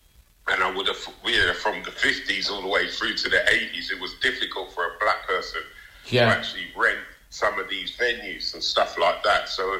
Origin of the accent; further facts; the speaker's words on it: England, United Kingdom; West Indian kid growing up in England